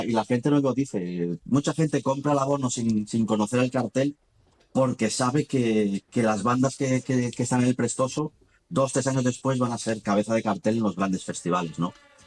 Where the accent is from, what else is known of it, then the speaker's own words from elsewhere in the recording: Cangas del Narcea, Asturias, Spain; Somos en Cangas del Narcea el único sitio de Asturias en el que no tenemos sidra, sino que tenemos vino, ¿no?